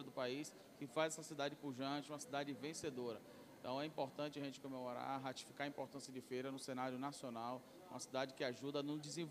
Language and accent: Portuguese; Feira de Santana, Bahia, Brazil; eu fui nascido e criado aqui em Feira de Santana.